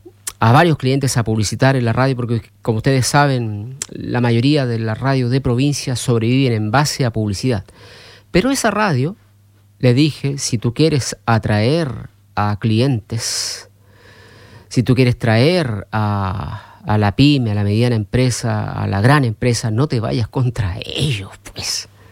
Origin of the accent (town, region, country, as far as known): Chile